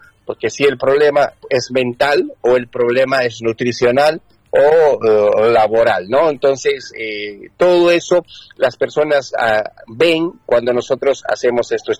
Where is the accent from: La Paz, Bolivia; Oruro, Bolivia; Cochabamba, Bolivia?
Cochabamba, Bolivia; moved away; yo soy boliviano de Cochabamba